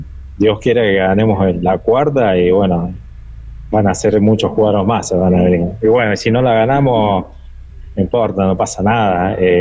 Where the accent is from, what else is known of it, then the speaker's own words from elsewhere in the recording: Rosario, Santa Fe, Argentina; Sí, bueno, yo soy de la zona, hoy estoy acá de Barrio Saladillo